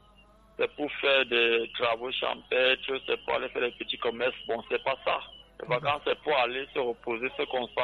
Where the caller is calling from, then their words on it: Bafia, Centre, Cameroon; J'appelle depuis Bafia.